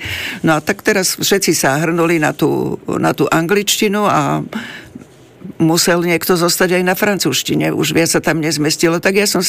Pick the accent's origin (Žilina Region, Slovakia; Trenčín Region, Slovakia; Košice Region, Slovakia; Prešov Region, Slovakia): Žilina Region, Slovakia; Blatnica; tak to mal tak spolužiak, čo chodil na priemyslovku do Martina, lebo my sme boli autobusári z Blatnici